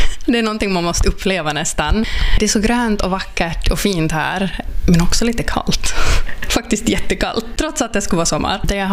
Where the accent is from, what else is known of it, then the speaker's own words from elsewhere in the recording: Sideby, Ostrobothnia, Finland; also born or lived in Guangzhou, China; Ja, så jag kommer från Sideby då, en liten by utanför Kristinestad.